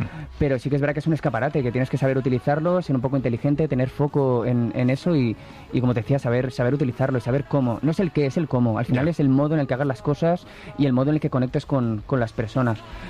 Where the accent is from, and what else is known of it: Valencian Community, Spain